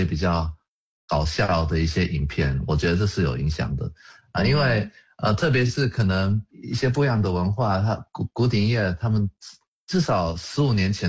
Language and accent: Chinese; Australia; 觉得可能因为我们澳洲长大，所以不知不觉就会有一些可能比较澳洲人的一种比较轻松的一种态度